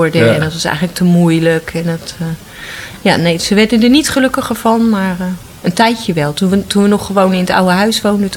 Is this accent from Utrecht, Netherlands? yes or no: yes; Utrecht, Netherlands; born there; Ik ben op de Oude Gracht geboren.